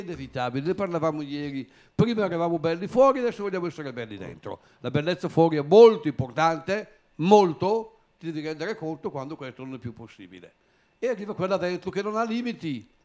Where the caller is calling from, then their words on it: Manerba del Garda, Lombardy, Italy; io, che sono lì a Manerba